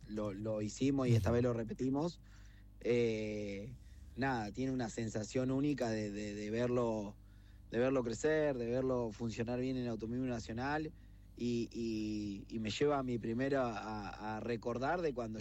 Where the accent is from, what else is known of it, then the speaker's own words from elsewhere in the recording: Tierra del Fuego, Argentina; nosotros acá de Tierra del Fuego